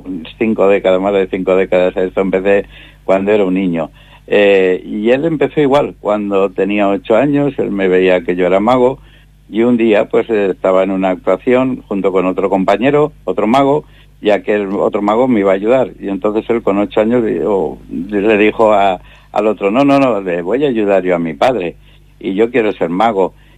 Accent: Valencian Community, Spain; Para eso los valencianos tenemos raíces aragonesas.

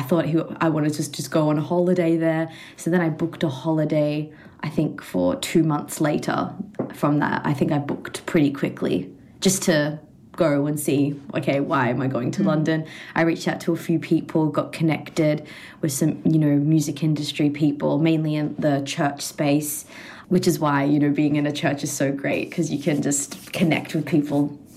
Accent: Melbourne, Victoria, Australia; now in United Kingdom; I'm from Melbourne, southeast of suburbs in Melbourne.

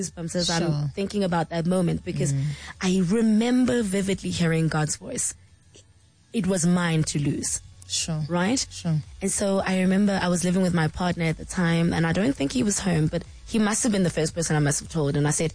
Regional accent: Eastern Cape, South Africa; moved away; also born or lived in Pretoria / Johannesburg; I'm from the Eastern Cape.

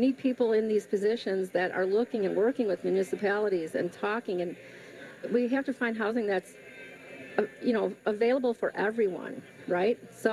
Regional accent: Chicago, Illinois, United States; now in McHenry County, United States; I grew up in Cook County. I grew up on 21st Place in Damon in the Pilsen neighborhood.

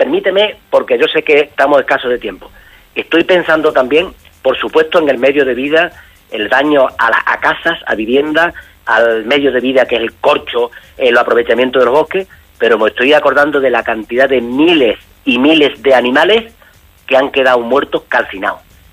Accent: Berrocal, Andalusia, Spain; yo soy berrocaleño. Y vivo en Berrocal, criado aquí.

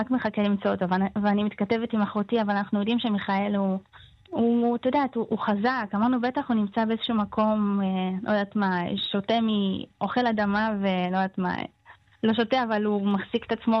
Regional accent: Northern District, Israel; אני גם הייתי בצפון, כי אני צפונית

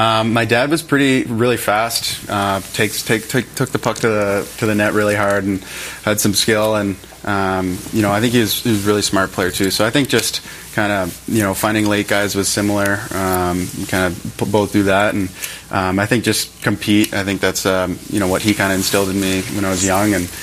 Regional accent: Ottawa, Ontario, Canada; born there; also born or lived in Switzerland; it was unique for me growing up in Switzerland. My dad played over there, like you said. Kind of came back. that's great. Came back in back to Ottawa when I was about 9 years old

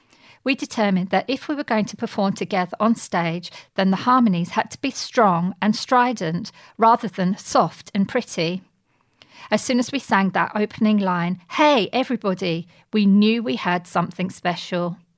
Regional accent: Adelaide, South Australia, Australia; Graham was from my hometown of Adelaide

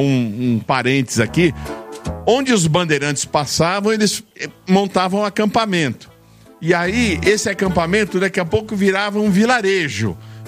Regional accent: São Paulo, Brazil; Eu também sou de São Paulo, capital. Maternidade São Paulo.

